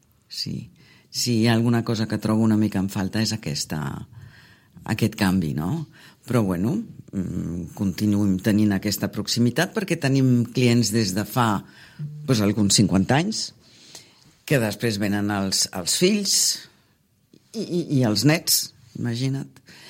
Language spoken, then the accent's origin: Catalan; Belgium; moved away as an adult; now in Sitges, Spain; Que jo he nascut i crescut a Bèlgica. Uh-huh. I vaig conèixer el meu home i viure a Sitges amb ell